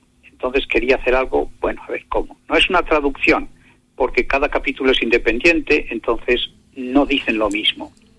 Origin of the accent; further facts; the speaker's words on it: Fuente el Sol, Castile and León, Spain; also born or lived in United States; now in Medina del Campo, Spain; soy un inmigrante en Medina porque yo vengo de un pueblo muy pequeño cerca de Medina, de Fuente del Sol.